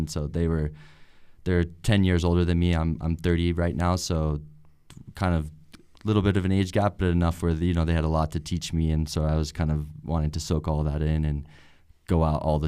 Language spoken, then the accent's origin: English; Texas, United States; moved away; growing up in Texas